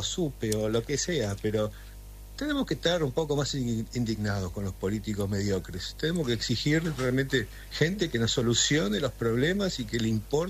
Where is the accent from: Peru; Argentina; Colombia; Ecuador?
Argentina; Somos todos el mismo equipo, somos todos argentinos. Ajá. Acá la General Paz no debería de marcar una diferencia.